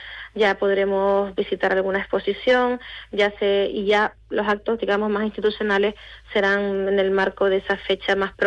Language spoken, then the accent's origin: Spanish; Canary Islands, Spain; seguir construyendo la identidad que como pueblo canario también nos visibiliza y nos identifica y nos une, al fin y al cabo.